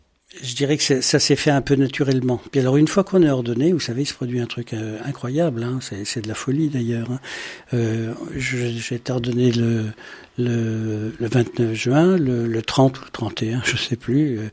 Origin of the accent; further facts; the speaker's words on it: France; c'est-à-dire on est français, gaulois, de génération en génération